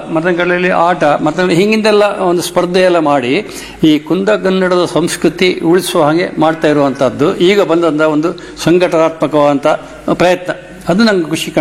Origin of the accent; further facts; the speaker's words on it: Kundapura, Karnataka, India; accent: Kundapura Kannada; ನಮ್ಮ ಮನೆಯಲ್ಲಿ ನಾವೆಲ್ಲ ಕುಂದಾಪುರ ಕನ್ನಡಿಗೆ ಬಯಸ್ಕೊಂಬುದು, ಮನೆಯೊಳಗೆ ಕುಂದಾಪುರ ಕನ್ನಡಿಗೆ ಹಾಸ್ಯ ಮಾಡೋದು, ಆ ನಮ್ಮನೆ ಬೆಳೆದವ್ರು ನಾವು.